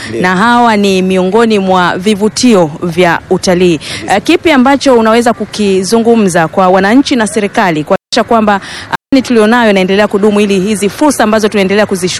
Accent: Tanzania; Mimi ni Mtanzania mwenzio … wa TBC Taifa.

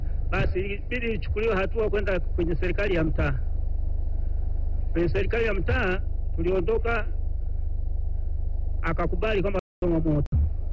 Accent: Changarawe, Tanzania; natokea kata ya Changarawe, mtaa wa Igawa.

